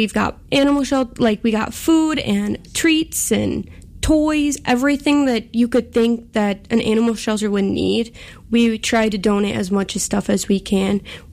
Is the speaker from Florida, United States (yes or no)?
no; Lakeview, Michigan, United States; now in Coopersville, United States; No, so that is my hometown. I live in Coopersville now.